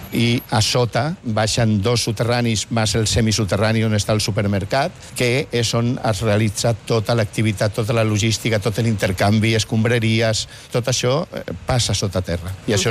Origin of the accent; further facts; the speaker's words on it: Barcelona, Catalonia, Spain; Jo vaig néixer aquí, aquí al barri, aquí al carrer. Jo jugava de petit aquí a Via Favència, quan era només terra i res més.